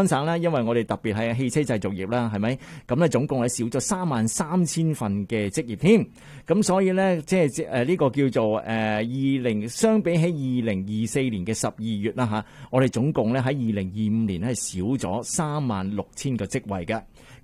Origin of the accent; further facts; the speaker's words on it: Canada; 我哋加拿大人咧，亦都開始咧進行呢個抵制美國法 buy Canadian 呢樣嘢啦